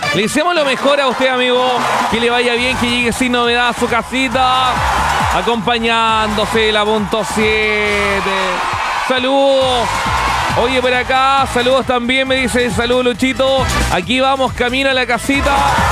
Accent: Valdivia, Los Ríos, Chile; yo soy de Valdivia, chiquillos, y hoy día me vine a trabajar acá a la casa.

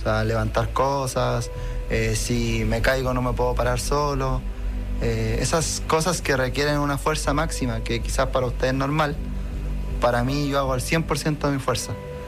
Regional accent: Puente Alto, Santiago Metropolitan Region, Chile; also born or lived in Providencia; siempre he vivido en Puente Alto.

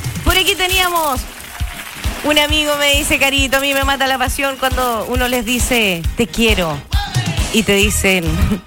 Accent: Osorno, Los Lagos, Chile; soy de Osorno y estoy aquí en Punto 7 Osorno.

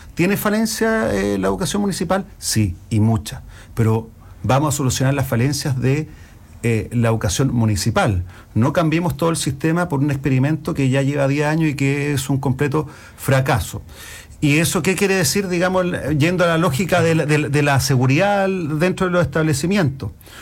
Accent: Chile

